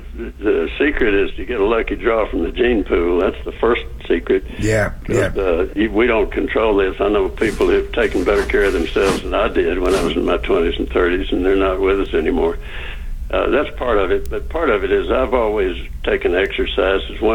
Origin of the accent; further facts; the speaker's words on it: Texas, United States; I was raised out in West Texas.